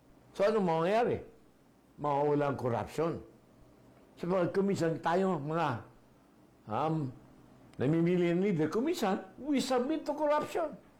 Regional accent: Zamboanga Peninsula, Philippines; ako taga Zamboanga del Sur.

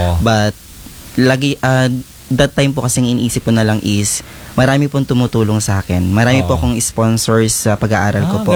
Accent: Gloria, Mimaropa, Philippines; now in Bansud, Philippines; Ako po ay taga Gloria Oriental Mindoro po.

